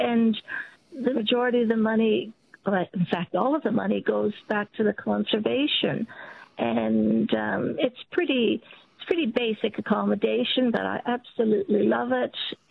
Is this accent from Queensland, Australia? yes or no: no; South Gippsland, Victoria, Australia; I'm from South Gippsland.